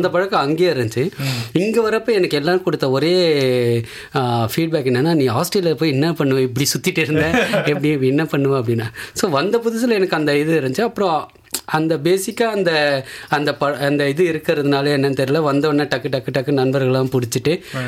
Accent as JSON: {"language": "Tamil", "town": "Chennai", "region": "Tamil Nadu", "country": "India", "tie": "born or raised there", "said": "நான் சென்னையில் பிறந்து வளர்ந்தேன்."}